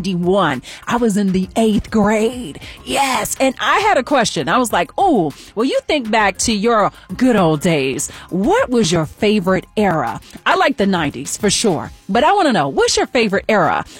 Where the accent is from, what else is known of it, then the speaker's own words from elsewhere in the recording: Williston, South Carolina, United States; moved away; my hometown of Williston, South Carolina.